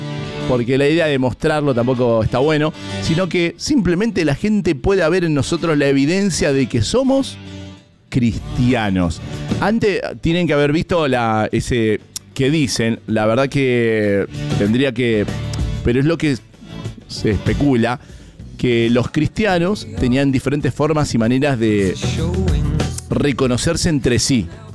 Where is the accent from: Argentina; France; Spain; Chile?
Argentina; somos argentinos, ¿qué te pasa? Esta es la evidencia, somos pasionales. Está bien, es cierto, hemos nacido acá